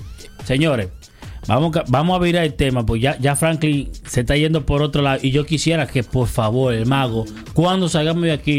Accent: Dominican Republic; now in Allentown, United States; nos están cerrando nosotros los dominicanos las puertas aquí en Allentown

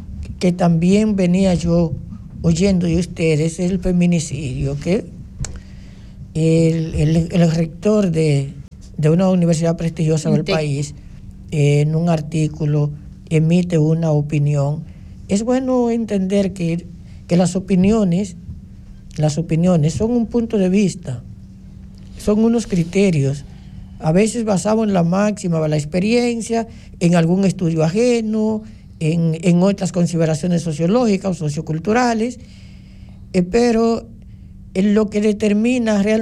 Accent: Dominican Republic

